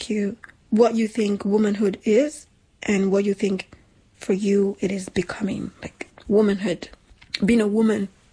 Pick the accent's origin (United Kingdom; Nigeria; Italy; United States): Nigeria; born or raised there; English is a second language; now in Europe